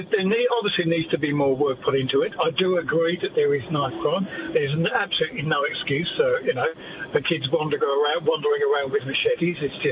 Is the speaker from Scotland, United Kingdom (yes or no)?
no; London, United Kingdom; I'm a Londoner, and there was a lot of gear going on sort of back in the 70s.